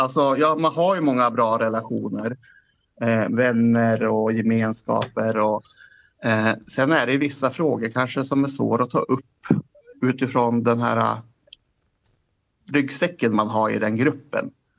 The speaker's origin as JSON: {"language": "Swedish", "town": "Bjärme", "country": "Sweden", "said": "Jag sitter på skolan i Myrvika för tillfället, men jag är från Bjärme."}